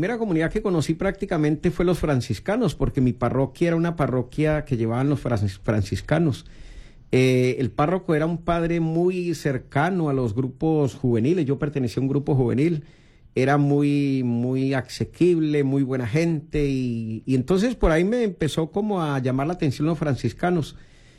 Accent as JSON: {"language": "Spanish", "town": "Bogotá", "region": "Bogotá Capital District", "country": "Colombia", "said": "Soy sacerdote marianista colombiano de Bogotá y muy contento de estar aquí en Radio María."}